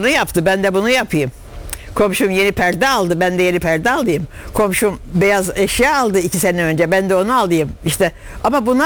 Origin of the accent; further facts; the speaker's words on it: Harput, Elazığ, Turkey; Ben Elazığlıyım, Harputluyuz biz. Oradan bir şey söyleyeyim de.